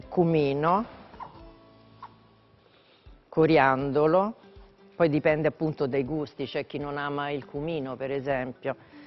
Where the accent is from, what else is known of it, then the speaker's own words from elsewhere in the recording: Rome, Lazio, Italy; born there; sono nata a Roma.